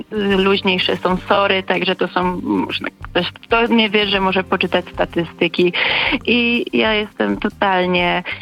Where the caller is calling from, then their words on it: Wrocław, Lower Silesian Voivodeship, Poland; Ja mieszkam we Wrocławiu